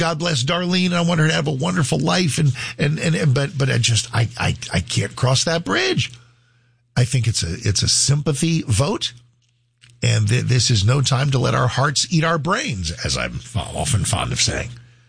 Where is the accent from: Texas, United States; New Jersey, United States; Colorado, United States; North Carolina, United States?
North Carolina, United States; We're from North Carolina